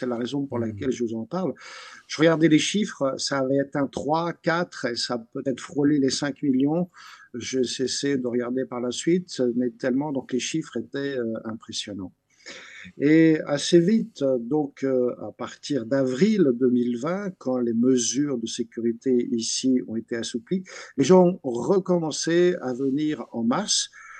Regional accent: France; de parents issus de ce pays qu'est la Bosnie-Herzégovine, où se trouve Medjugorje. Je suis né, j'ai grandi en France, mais chaque année, j'allais passer l'été donc, avec ma famille.

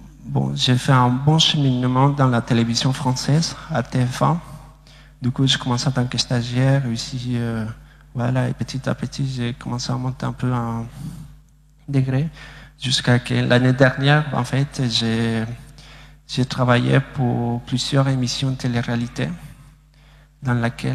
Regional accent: Bolivia; French is a second language; now in France; j'ai 25 ans et je suis bolivien. Je viens de la Bolivie, en fait, je me trouve en Amérique du Sud.

